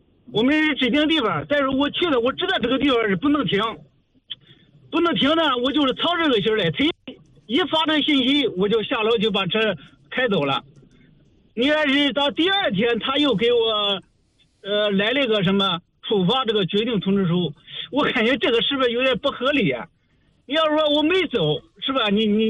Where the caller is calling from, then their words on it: Handan, Hebei, China; 我是邯郸的出租车。